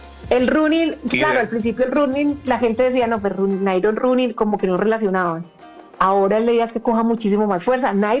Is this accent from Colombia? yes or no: yes; Colombia; ya que estos invitados internacionales nos conozcan como gente, como colombianos que somos, están emocionadísimos, no se imaginan.